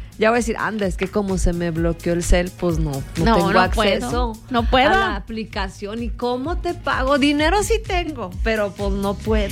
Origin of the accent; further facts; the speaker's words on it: Mexico; Como mexicana, yo también digo, pues es que no.